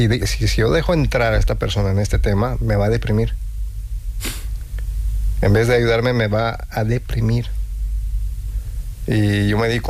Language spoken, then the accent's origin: Spanish; Bolivia; now in Spain; Yo soy de Bolivia.